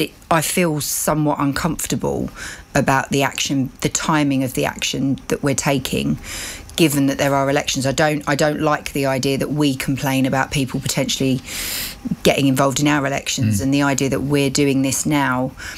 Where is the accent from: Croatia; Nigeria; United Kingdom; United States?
United Kingdom; maybe it's because I'm a Brit